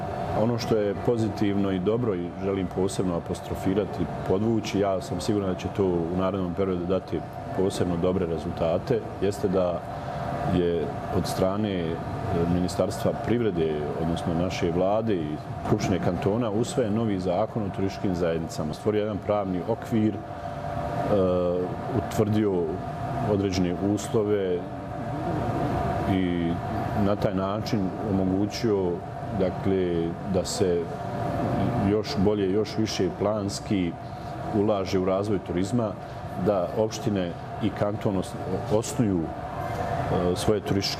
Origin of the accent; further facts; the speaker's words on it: Jajce, Federation of Bosnia and Herzegovina, Bosnia & Herzegovina; Ali, kod nas u Jajcu je vrlo malo toga što je podijeljeno, što je paralelno